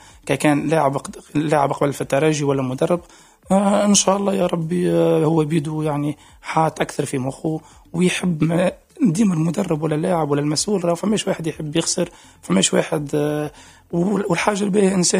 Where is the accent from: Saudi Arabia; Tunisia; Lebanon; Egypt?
Tunisia; احنا عندنا في تونس